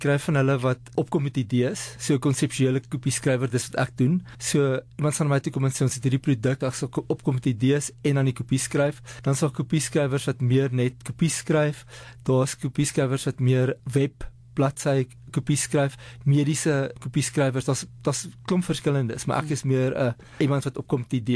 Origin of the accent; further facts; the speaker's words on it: Pretoria, Gauteng, South Africa; moved away as an adult; also born or lived in Cape Town; Ek is die jongste van 6 kinders. Ek is in Pretoria gebore en ek was in die, ek dink die ou moedersbond, is ek daar gebore.